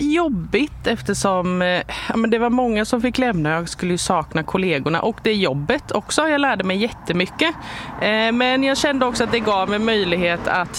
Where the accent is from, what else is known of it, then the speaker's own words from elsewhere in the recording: Blekinge, Sweden; moved away as an adult; now in Målilla area, Sweden; Jag kommer från Blekinge och det är en liten ort.